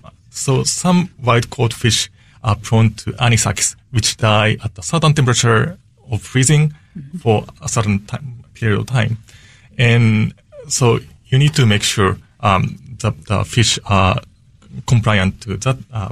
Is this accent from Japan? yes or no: yes; Japan; moved away as an adult; now in Washington, D.C., United States; I'm from Japan, and, you know, home sushi was super casual.